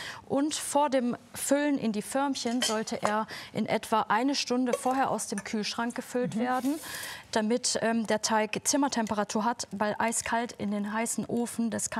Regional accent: Böblingen, Baden-Württemberg, Germany; Ich komme aus Böblingen, ja. Aus dem wunderschönen Böblingen.

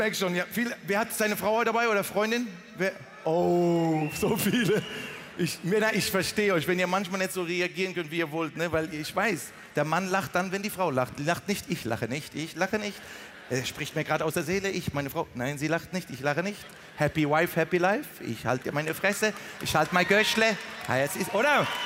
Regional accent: Mannheim, Baden-Württemberg, Germany; Weil bei uns in Monnem, in Mannheim, Monnem, da gibt es einen Bahnhof und eine Führung.

